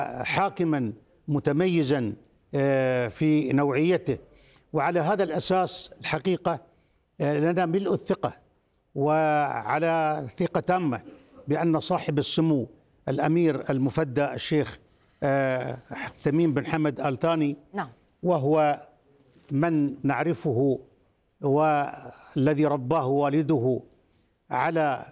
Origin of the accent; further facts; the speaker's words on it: Qatar; لا نقول هذا الكلام ولا نقوله كقطريين من باب المجاملة